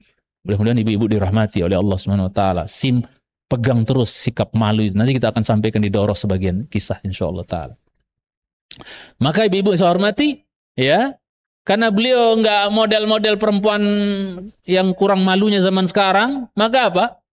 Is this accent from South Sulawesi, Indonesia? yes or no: no; Lombok, West Nusa Tenggara, Indonesia; born there